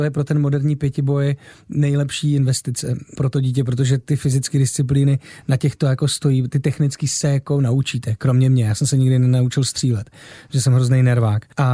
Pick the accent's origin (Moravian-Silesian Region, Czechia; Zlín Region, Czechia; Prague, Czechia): Moravian-Silesian Region, Czechia; Třinec; já jsem z Třince.